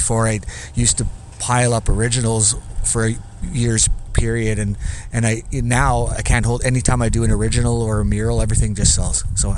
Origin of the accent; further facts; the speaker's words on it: Calgary, Alberta, Canada; I had a lot of artists growing up in the Calgary where I grew up that inspired me